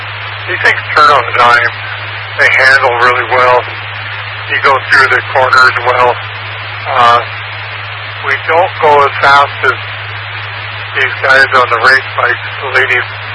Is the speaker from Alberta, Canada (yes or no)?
no; Vancouver, British Columbia, Canada; born there; I'm Canadian. Originally, I was born in Vancouver, but we moved around a lot.